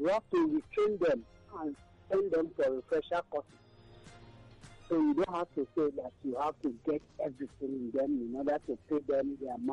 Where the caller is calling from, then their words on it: Ikotun, Lagos, Nigeria; I'm calling from Abaranja in Ikoti.